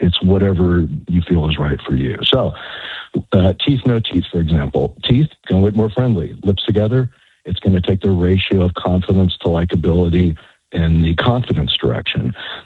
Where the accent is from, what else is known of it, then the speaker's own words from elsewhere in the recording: Texas, United States; I'm from Texas. And I feel like our people are kind of similar, pretty friendly.